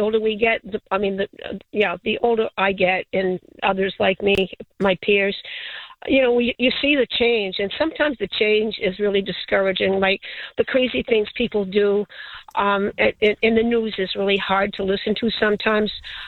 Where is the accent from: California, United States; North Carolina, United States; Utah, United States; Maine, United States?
Maine, United States; now in Danvers, Massachusetts, United States; I'm from Maine originally, Massachusetts, but I've got relatives down here that I didn't even know.